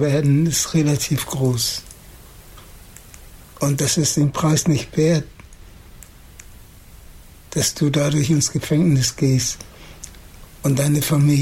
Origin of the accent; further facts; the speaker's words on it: Germany; weil ich komme aus dem Westen